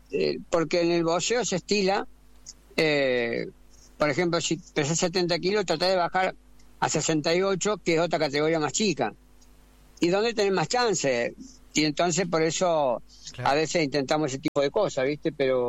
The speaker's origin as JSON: {"language": "Spanish", "region": "Córdoba", "country": "Argentina", "said": "soy el primer boxeador argentino, campeón del mundo en doble categoría, el primero, y soy de Córdoba"}